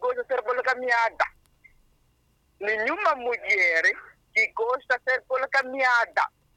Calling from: Nampula, Mozambique; de Nampula.

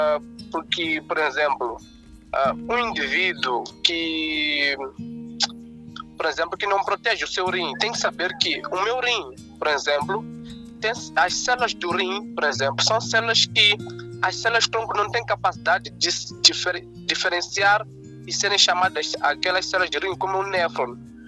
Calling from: Maputo, Mozambique; Falo de Maputo, mesmo estado de Maputo.

